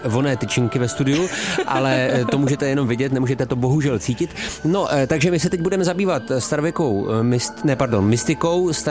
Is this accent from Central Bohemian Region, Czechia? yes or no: no; Olomouc Region, Czechia; já jsem z Hané